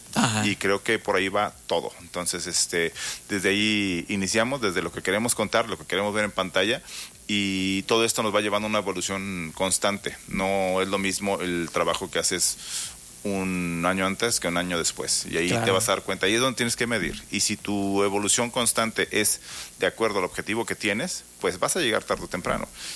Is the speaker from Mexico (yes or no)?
yes; Uruapan, Michoacán, Mexico; moved away as an adult; now in Morelia, Mexico; yo soy de Europa, Michoacán.